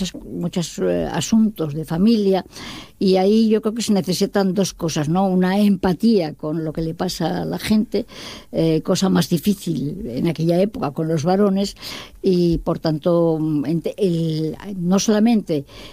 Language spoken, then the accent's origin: Spanish; Asturias, Spain; also born or lived in San Sebastián; Pero claro, yo nací casualmente en San Sebastián, al mes estaba en Asturias